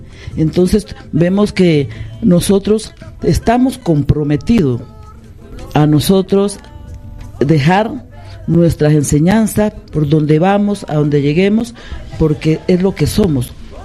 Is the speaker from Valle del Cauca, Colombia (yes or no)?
no; Roberto Payán, Nariño, Colombia; born there; soy nacida en el municipio de Roberto Payán. Para que se ubiquen, queda en el Triángulo del Telembí, junto con Barbacoas y el municipio de Magüí.